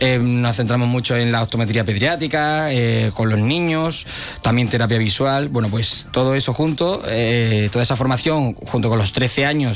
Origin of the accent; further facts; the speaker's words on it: Huelva, Andalusia, Spain; Seguimos siendo los mismos onubenses, los mismos recreativistas de siempre